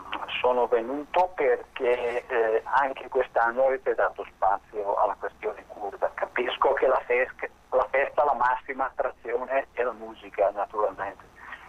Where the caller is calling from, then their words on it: Lombardy, Italy; Chiamo dal Lago di Seo